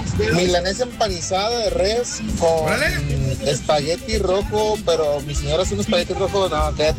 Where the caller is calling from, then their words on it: Salinas Victoria, Nuevo León, Mexico; de Salinas